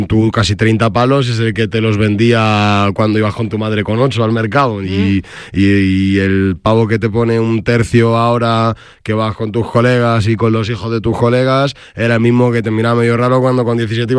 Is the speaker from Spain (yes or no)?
yes; Madrid, Community of Madrid, Spain; pero digamos que mi infancia ha sido en Carabanchel, mi adolescencia, madurez